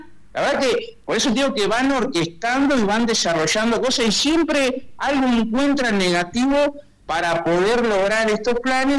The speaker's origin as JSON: {"language": "Spanish", "country": "Argentina"}